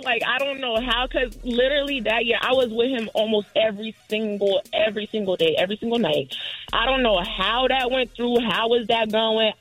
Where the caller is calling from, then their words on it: New Jersey, United States; I'm calling from Jersey.